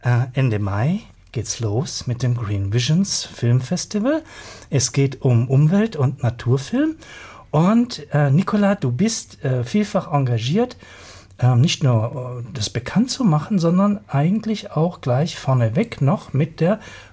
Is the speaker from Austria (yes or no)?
no; Baden-Württemberg, Germany; moved away; Ich komme da aus dem Musterländle.